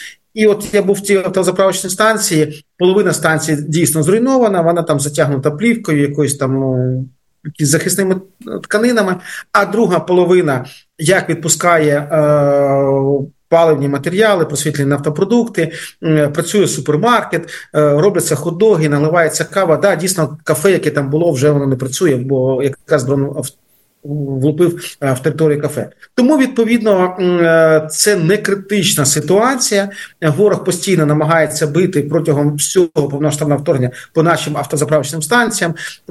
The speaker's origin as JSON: {"language": "Ukrainian", "town": "Kharkiv", "region": "Kharkiv Oblast", "country": "Ukraine", "tie": "born or raised there", "said": "в місті Харкові, моєму рідному Харкові."}